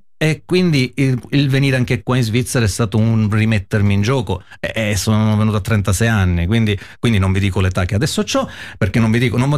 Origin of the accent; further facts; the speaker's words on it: Sicily, Italy; Io sono nell'ombelico della Sicilia, nel centro, in montagna, dove... sì, è così. È dove si parla il dialetto, dove ancora invece a Palermo un po' è sbiadito.